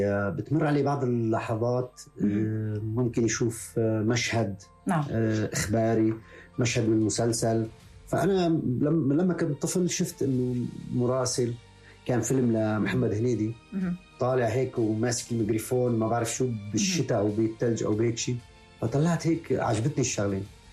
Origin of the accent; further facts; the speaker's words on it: Libya; رجل بسيط، ما قبل 2011 كنت رجل بسيط، كنت في فترة مع أهلي في ليبيا، طفولتي كلها كانت في ليبيا.